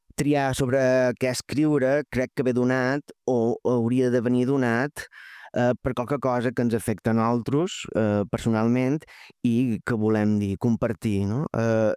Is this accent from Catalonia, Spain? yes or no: no; Balearic Islands, Spain; Però, com a autors menorquins, és molt, molt difícil fer-se un lloc en aquest mercat